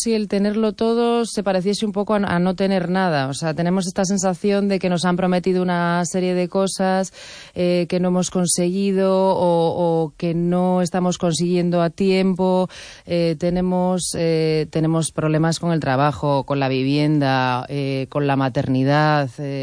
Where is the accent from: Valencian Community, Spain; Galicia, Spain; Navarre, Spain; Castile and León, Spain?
Galicia, Spain; now in Madrid, Spain; siempre digo que soy súper gallega, porque la verdad es que no sé si es por una especie de adicción a mi tierra, pero el acento nunca se termina de marchar, porque cuando se está marchando ya vuelvo. Entonces, estoy constantemente por aquí, la verdad.